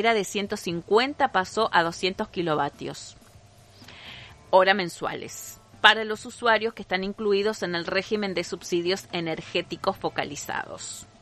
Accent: Argentina

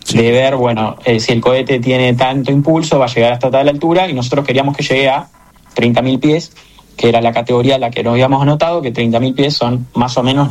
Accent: Argentina; que para nosotros como argentinos es un logro.

